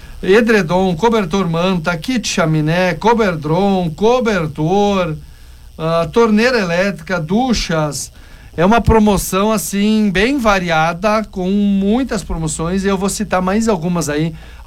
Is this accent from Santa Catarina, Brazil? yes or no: yes; Palmitos, Santa Catarina, Brazil; born there; now in Salvador do Sul, Brazil; Eu que sou Bariga Verde, sou Catarina, nascido em Palmito, Santa Catarina, mas sou gaúcho de coração, 37 anos já em Salvador do Sul.